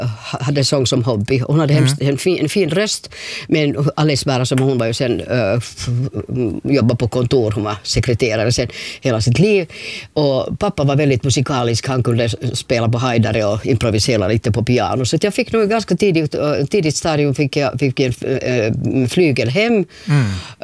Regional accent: Helsinki, Uusimaa, Finland; born there; och så sprang jag hem till Kronohagen, till Manishgatan

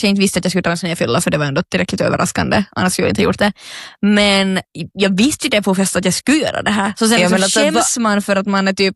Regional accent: Finland; jag är redan liksom finlandssvensk på väg till Åland från Helsingfors.

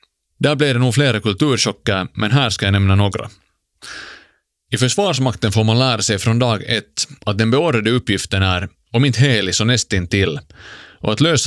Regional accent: Finland; hemma i Finland

